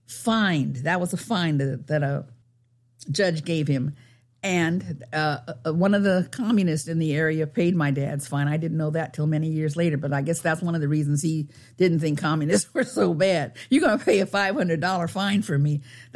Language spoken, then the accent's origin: English; United States; I grew up black in America. I was in my 40s at that time, maybe 50s.